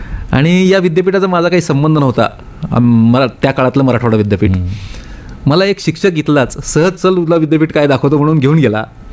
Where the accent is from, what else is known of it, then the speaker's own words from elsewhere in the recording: Barshi, Maharashtra, India; मी राहिला तसा बार्शीचा, पण माझं मूळ पैतृक गाव जे आहे ते उस्मानाबादपासून 16 किलोमीटरवर हिंगळजवाडी नावाचं गाव आहे तेर जवळचं